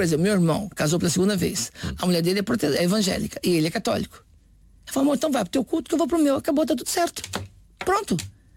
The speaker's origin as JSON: {"language": "Portuguese", "region": "Minas Gerais", "country": "Brazil", "moved": "as an adult", "lives_now": "São Paulo, Brazil", "said": "Quando eu saí de Minas Gerais com 20 anos de idade para São Paulo, estou em São Paulo há 41 anos de idade"}